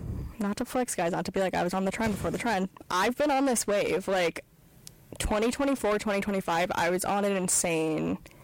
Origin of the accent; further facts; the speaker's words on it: New York, United States; And that is because I am from New York, and all my friends do not drive.